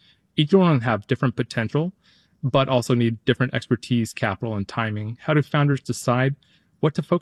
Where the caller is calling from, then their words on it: Longview, Washington, United States; I'm calling from Longview, Washington.